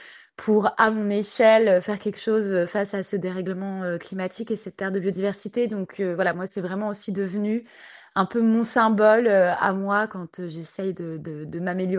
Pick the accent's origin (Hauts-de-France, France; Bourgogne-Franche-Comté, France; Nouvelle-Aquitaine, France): Bourgogne-Franche-Comté, France; Alors moi, j'ai grandi en Franche-Comté, donc dans une région très forestière.